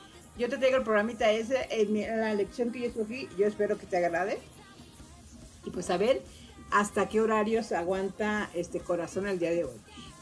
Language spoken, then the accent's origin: Spanish; Sinaloa, Mexico; born there; moved away; de allá de mi tierra natal